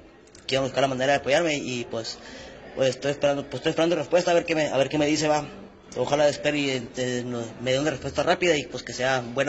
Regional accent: San Felipe, Baja California, Mexico; Yo vengo del puerto de San Felipe.

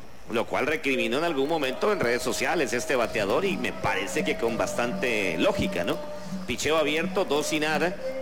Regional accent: Mexico; Creíamos, como buenos mexicanos, que Carrillo, que Valle tenían argumentos para Grandes Ligas.

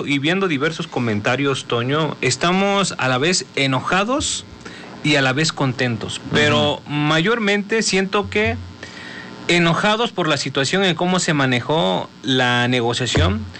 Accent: Mexico

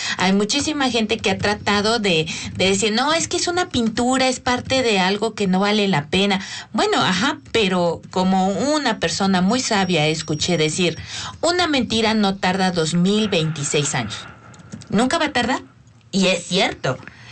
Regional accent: Mexico; nos da esta identidad como seres mexicanos.

